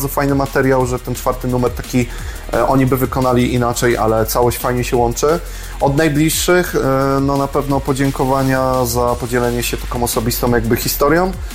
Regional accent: Kruszwica, Kuyavian-Pomeranian Voivodeship, Poland; Dokładnie tak, do korzeni gruszy kruszwickiej.

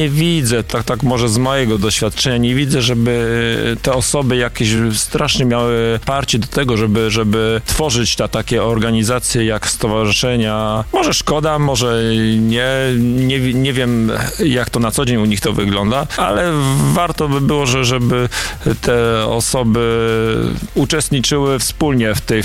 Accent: Słupca, Greater Poland Voivodeship, Poland; Flaga Słupcy i barwy Słupcy i to, że jesteśmy ze Słupcy i z powiatu słupackiego, choć nie tylko, bo są motocykliści wśród nas, również z innych powiatów.

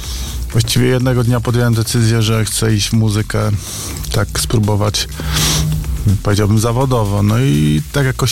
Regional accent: Limanowa, Lesser Poland, Poland; Znaczy pochodzę z pod Limanowej, to w Limanowej się uczyłem w szkole muzycznej, ale na klarnecie.

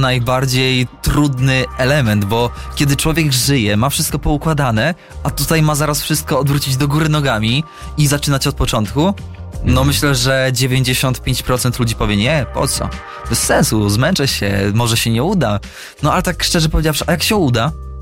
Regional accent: Podlaskie Voivodeship, Poland; now in Warsaw, Poland; Rejon, z którego pochodzę, jednak uważam, jeżdżąc po całej Polsce, że wciąż jest w jakiś sposób taki unikalny.

